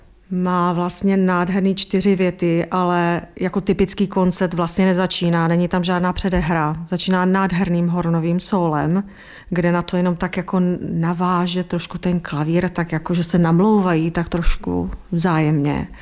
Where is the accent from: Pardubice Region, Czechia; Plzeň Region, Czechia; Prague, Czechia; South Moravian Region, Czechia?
South Moravian Region, Czechia; Brno; Takže já, když jsem tam nastoupila, že jsem z Brna